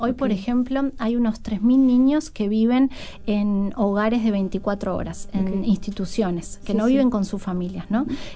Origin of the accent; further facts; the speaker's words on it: Uruguay; creo que habla bien de lo que somos como uruguayos y como Uruguay también